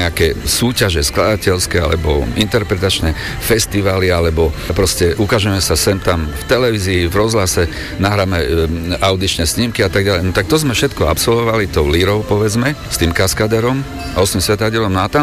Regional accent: Prešov, Prešov Region, Slovakia; born there; moved away as an adult; also born or lived in Bratislava

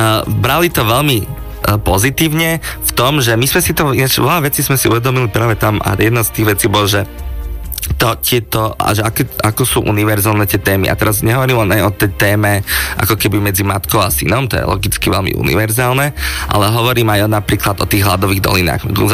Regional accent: Košice, Košice Region, Slovakia; ja som teraz z Košíc

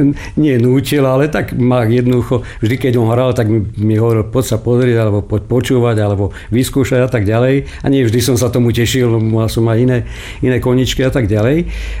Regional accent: Zlaté Moravce, Nitra Region, Slovakia; also born or lived in Veľká Lehota; Som mal 5 rokov, keď sme sa z mojho rodiska, z Veľkej Lehoty odsťahovali do Zlatých Moraviec

